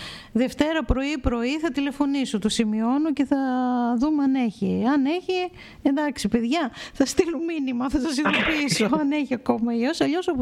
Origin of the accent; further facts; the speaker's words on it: Pandrosos, Central Macedonia, Greece; εμείς που είμαστε από την Πάνδροσο, μιλάμε για τον Καρνουβούνι, ο οποίος έχει υποστεί πάρα πολλές ζημιές.